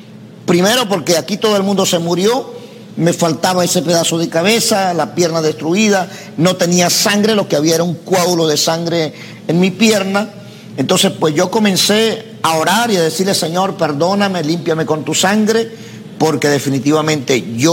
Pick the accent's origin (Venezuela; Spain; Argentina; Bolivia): Venezuela; Puerto Ayacucho, Amazonas; also born or lived in Bogotá, Colombia; Aunque yo no vivo en Caracas, tengo un apartamento en Caracas, vivo en Puerto Ayacucho, en el estado de Amazonas, en Venezuela. Ya que allí pues nací, me crié, soy ingeniero en electrónica, fui a estudiar la carrera de ingeniero en Bogotá, en Colombia. Cuando tenía 20 años